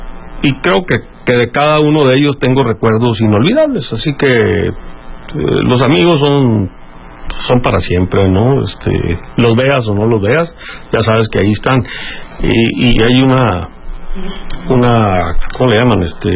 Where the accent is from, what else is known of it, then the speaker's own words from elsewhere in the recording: Navojoa, Sonora, Mexico; born there; now in Baja California Sur, Mexico; soy sonorense de nacimiento, de Navojoa, pero con calidad de exportación.